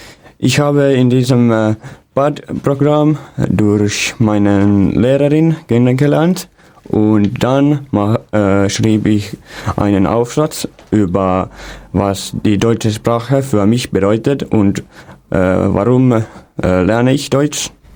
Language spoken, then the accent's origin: German; Finland; German is a second language; ich komme aus Finnland, ich bin 17 Jahre alt und ich lerne Deutsch seit 6 Jahren.